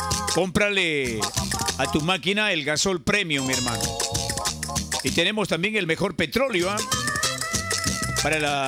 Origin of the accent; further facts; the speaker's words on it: northern Peru, Peru; porque somos peruanos.